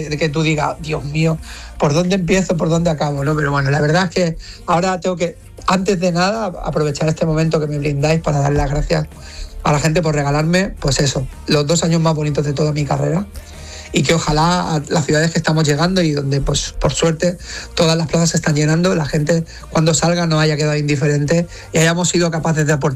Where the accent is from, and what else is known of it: L'Hospitalet de Llobregat, Catalonia, Spain; born or raised there